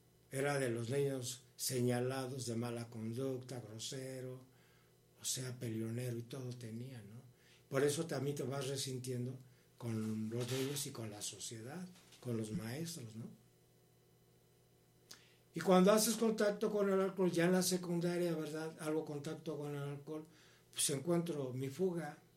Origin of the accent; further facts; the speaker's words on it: Tehuacán, Puebla, Mexico; yo soy de Tehuacán, Puebla.